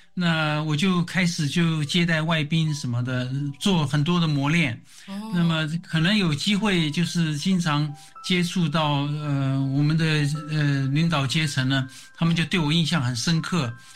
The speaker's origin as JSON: {"language": "Chinese", "town": "Hualien", "region": "Hualien County", "country": "Taiwan", "tie": "born or raised there", "said": "所以我就搬到花莲去，从小就在花莲长大。"}